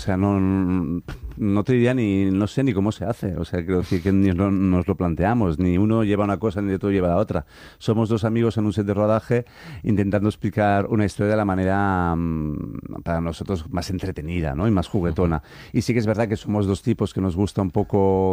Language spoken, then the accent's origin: Spanish; Valencian Community, Spain; además yo que soy valenciano, imagínate, el esperpento para mí es como el pan nuestro de cada día